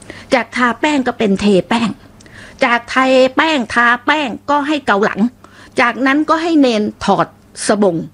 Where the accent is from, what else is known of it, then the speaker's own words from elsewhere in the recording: Phuket, Thailand; ดิฉันนี่เกิดมาเป็นคนภูเก็ตโดยกำเนิดนะเกิดถนนดีบุก